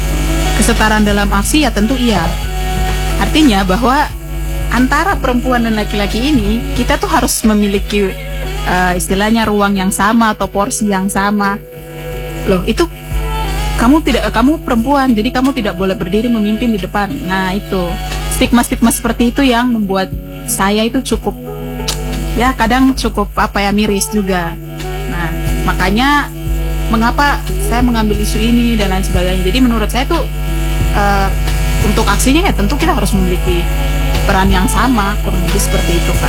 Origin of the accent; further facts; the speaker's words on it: South Papua, Indonesia; di tempat asal saya atau di Kabupaten Asmat.